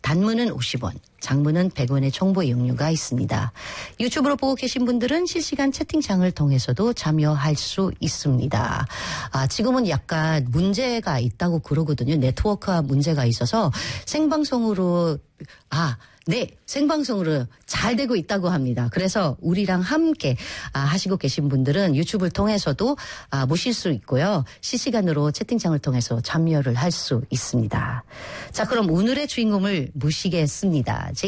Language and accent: Korean; Philippines; Korean is a second language; now in South Korea; 저도 필리핀에서 왔지만 1년 내내 더운 나라이겠지만